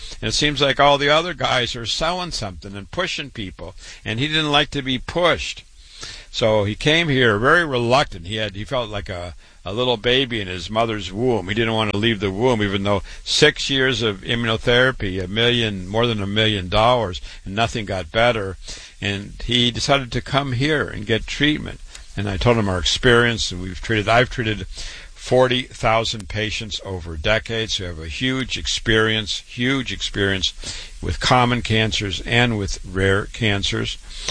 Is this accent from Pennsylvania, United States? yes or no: no; Waterloo, Iowa, United States; I was born and raised in Waterloo, Iowa, MD at 25